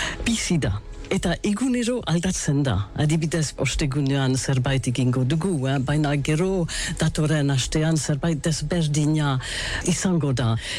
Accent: Ciboure, Nouvelle-Aquitaine, France; Basque is a second language; moved away; also born or lived in New York, United States / London, United Kingdom; eta bo, New Yorken jaio nintzen, baina txikitan Ziburura joan nintzen, burasoekin, eta haiek Ziburun bizi ziren, urte asko, amar urte, gora bera, eta Ziburuko eskolara joan nintzen

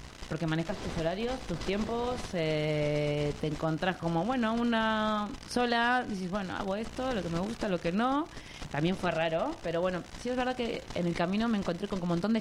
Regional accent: Buenos Aires Province, Argentina; Yo soy de provincia de Buenos Aires.

